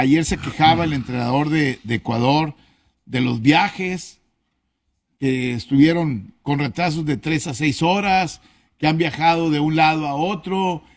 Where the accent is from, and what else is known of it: Mexico